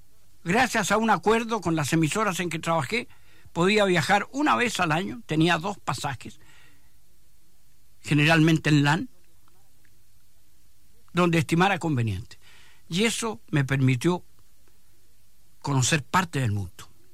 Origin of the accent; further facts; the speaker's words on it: Chile; Enamorado de mi tierra, Chile